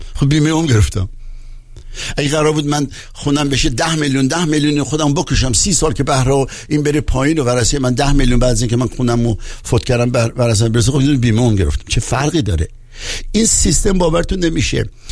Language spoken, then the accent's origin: Persian; Tabriz, East Azerbaijan, Iran; born there; من متولد تبریزم